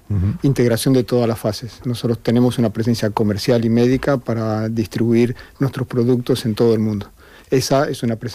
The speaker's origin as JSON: {"language": "Spanish", "country": "Argentina", "also_born_or_lived": "Brazil", "said": "Como argentino, viví 5 años en Brasil. Brasil y Argentina tienen mucha rivalidad deportiva."}